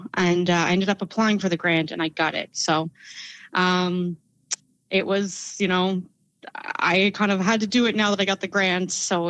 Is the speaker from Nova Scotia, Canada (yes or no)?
yes; Halifax, Nova Scotia, Canada; also born or lived in Montreal; And then I ended up moving back to Halifax, where I'm from Montreal. And I wrote a play about kind of my experience living in Montreal